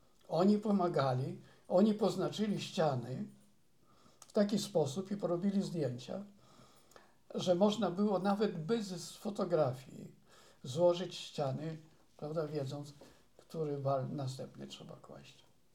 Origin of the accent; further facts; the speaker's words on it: Czyże, Podlaskie Voivodeship, Poland; moved away; ja w Czyżach się wychowałem